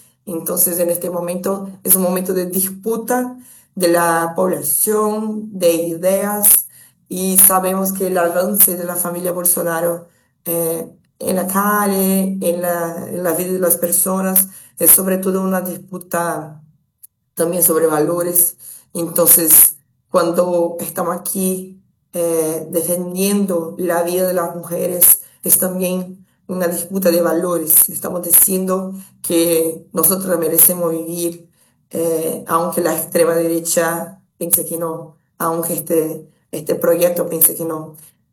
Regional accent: Brazil; now in Natal, Brazil

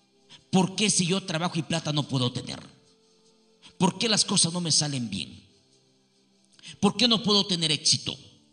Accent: Huancabamba, Piura, Peru; now in San Luis, Carlos Fermín Fitzcarrald, Peru; que sea de nuestra tierra, de Huancabamba, Salalá. Desde allá venimos, queridos hermanos. … viene desde Huancabamba, Salalá, queridos amigos. Y yo no puedo negar a mi tierra. Yo no puedo negar mi origen.

